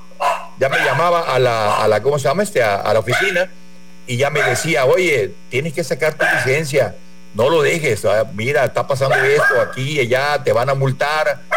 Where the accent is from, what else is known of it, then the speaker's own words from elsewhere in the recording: Tabasco, Mexico; yo soy de Tabasco, ya saqué hasta mi boleto para regresarme hoy mismo